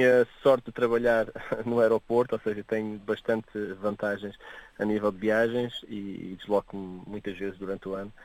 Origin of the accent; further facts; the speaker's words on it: Santarém, Portugal; also born or lived in Leiria; Sou escalabitano, isso.